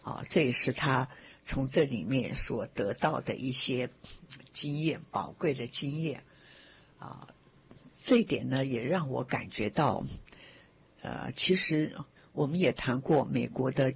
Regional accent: Taiwan; moved away as an adult; now in United States; 因为我在台湾也是出生长大，然后到了美国呢也在这边工作或等等的哦。

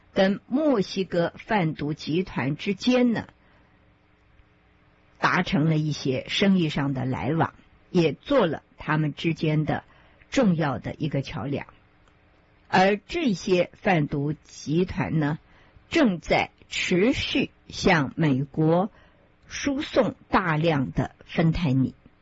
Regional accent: Taiwan; 我们台湾人以前有什么王哥柳哥，是一个漫画的一个主角。

